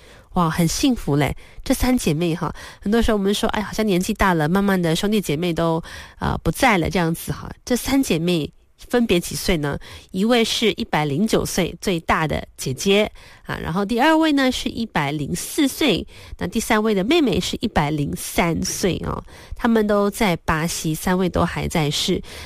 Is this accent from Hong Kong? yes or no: no; Malaysia; 辛苦了当年的这个祖辈啊，为了更好的生活来到了马来西亚这片土地，让我能够成为土生土长的马来西亚人。我觉得做马来西亚人还是一件很幸福的事情了哈。